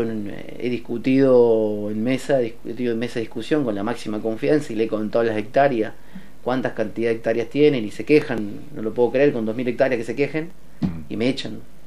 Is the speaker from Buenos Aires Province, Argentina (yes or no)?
no; Córdoba, Argentina; Mira, yo vengo de Córdoba, ¿no? Córdoba es algo muy distinto a lo que está pasando acá.